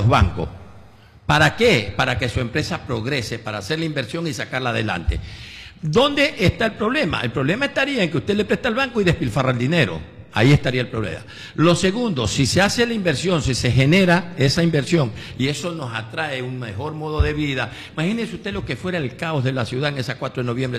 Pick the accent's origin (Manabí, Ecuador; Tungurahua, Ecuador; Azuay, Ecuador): Manabí, Ecuador; Manta; lo mantense